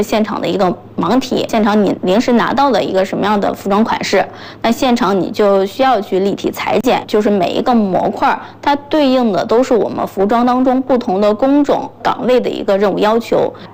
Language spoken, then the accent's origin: Chinese; Beijing, China; 我其实是一个从小在北京长大的，在北京上学